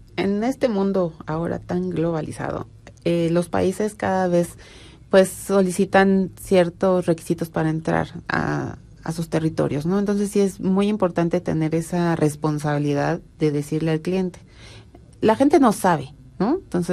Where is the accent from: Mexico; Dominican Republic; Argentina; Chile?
Mexico; como mexicanos entramos con pasaporte mexicano